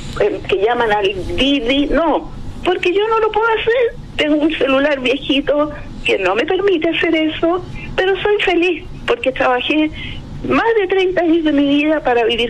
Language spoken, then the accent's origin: Spanish; Santiago Metropolitan Region, Chile; born or raised there